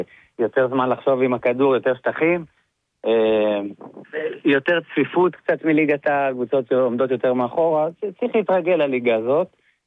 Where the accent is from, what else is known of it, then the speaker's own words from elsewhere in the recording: Givatayim, Tel Aviv District, Israel; born there; אני יליד גבעתיים